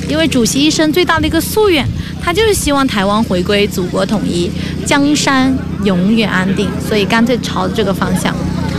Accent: China; 我们中国人

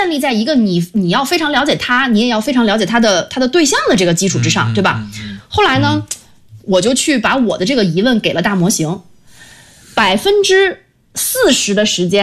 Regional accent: China; 我们中国人在字里行间留白的那个能力

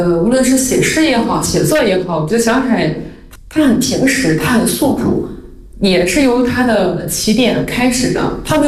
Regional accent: Shandong, China; now in Beijing, China; 因为我是山东人，我们鲁豫大地都是这样

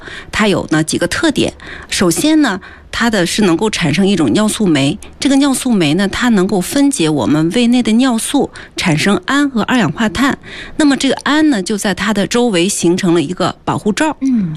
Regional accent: China; 我们中国人

